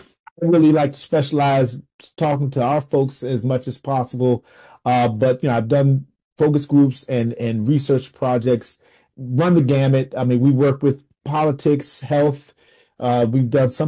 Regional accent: Washington, District of Columbia, United States; I'm from Washington, D.C.

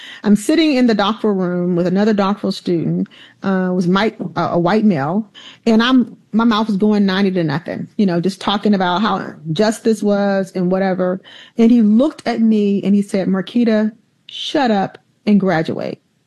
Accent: Alabama, United States; I grew up in Alabama in the 60s and 70s.

